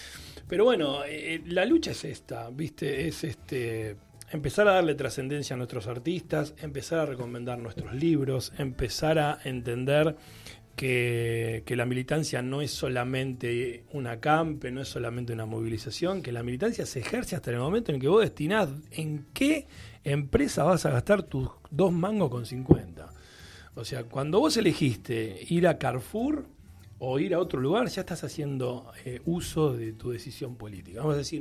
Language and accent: Spanish; Argentina